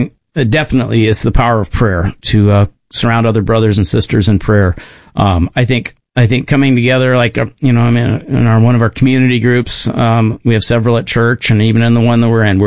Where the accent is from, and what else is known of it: Harvey, North Dakota, United States; born or raised there; also born or lived in Seattle area; now in Wilsonville, United States